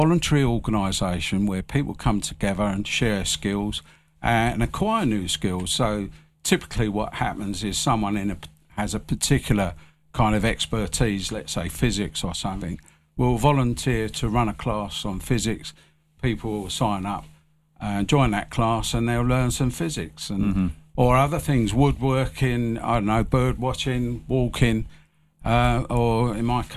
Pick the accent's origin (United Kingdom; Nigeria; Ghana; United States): United Kingdom; Bethnal Green, London; now in St Ives, United Kingdom; I'm not a native to St. Ives. From my accent, you probably tell I'm from London, Bethnal Green. And we moved up there 8 years ago, and we're loving it.